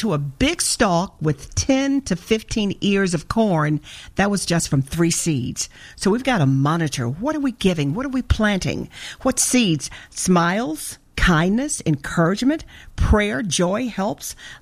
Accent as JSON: {"language": "English", "region": "Arkansas", "country": "United States", "tie": "born or raised there", "said": "I remember growing up in Arkansas, my mom, we had gardens everywhere"}